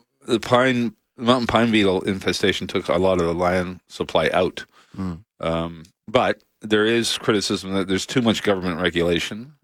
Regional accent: British Columbia, Canada; I grew up in the Lower Mainland, and it was a dream to work at a mill.

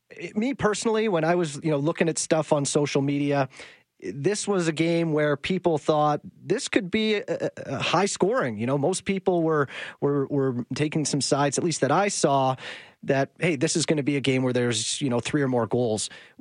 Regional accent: Canada; being Canadian

